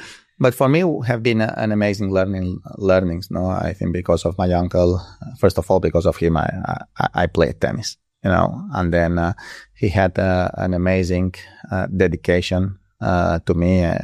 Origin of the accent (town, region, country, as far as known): Balearic Islands, Spain